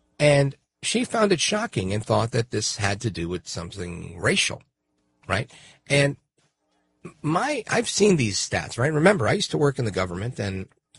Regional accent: Brooklyn, New York, United States; born there; My parents are from Puerto Rico. I was born in Brooklyn

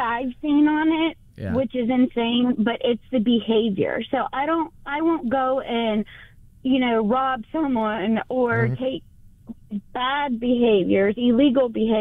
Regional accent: Charleston, South Carolina, United States; moved away as an adult; also born or lived in Florence, South Carolina; Well, see, I'm from Charleston. So I ended up moving to Florence, South Carolina

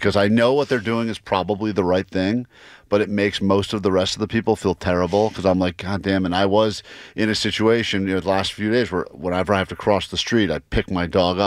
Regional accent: East Coast, United States; I mean, I guess I grew up in humidity on the East Coast

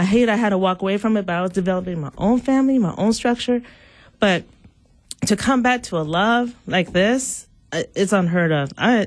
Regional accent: Milwaukee, Wisconsin, United States; You know, I grew up in Milwaukee. It's not the same as it was for, I mean, that's 20-some years ago.

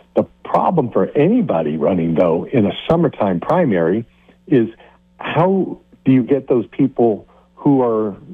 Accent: Ohio, United States; now in New Hampshire, United States; I'm from Ohio.

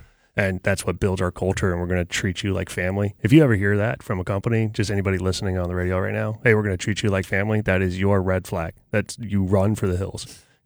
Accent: United States; I'm from America. Yeah, that's where I'm

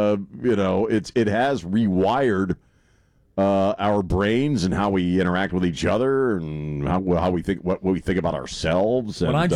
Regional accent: Maryland, United States; moved away; I grew up in Maryland.

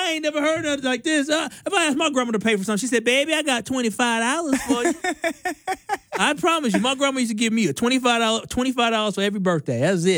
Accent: Milwaukee, Wisconsin, United States; I grew up in Milwaukee, but I went to school in Whitefish Bay.

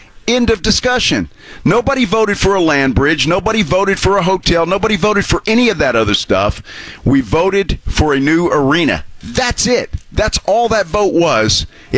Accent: San Antonio, Texas, United States; I go places and say I'm from San Antonio.

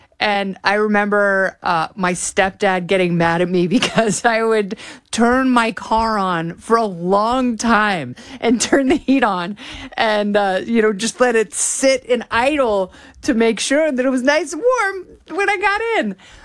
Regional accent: Oregon, United States; now in New York, United States; especially not like we have in New York here or growing up in Oregon.

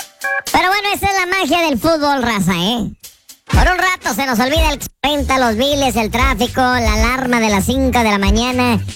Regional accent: Mexico; todos somos orgullosamente mexicanos.

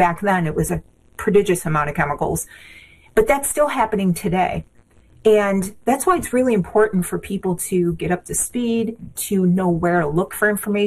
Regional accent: Niagara Falls, New York, United States; I grew up on Cuga Creek.

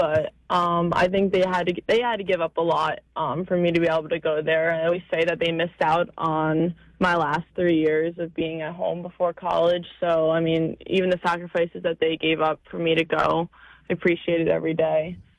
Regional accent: New York, United States; I mean, growing up on Long Island, you know, Stoya and our old coach Marissa, both from Long Island

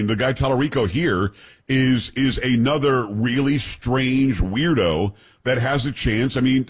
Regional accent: New York, United States; I'm a New Yorker.

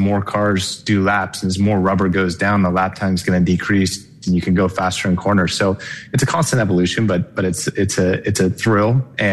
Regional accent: United States; as an American driver in the series

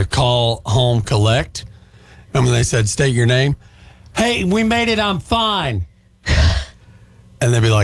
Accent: Logan, United States; I'm from Logan.

